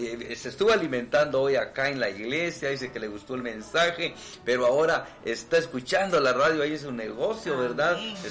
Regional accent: Guatemala; nuestro lindo país de Guatemala

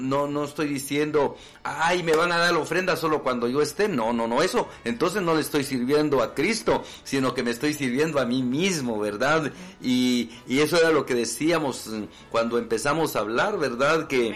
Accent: Guatemala; nuestro lindo país de Guatemala

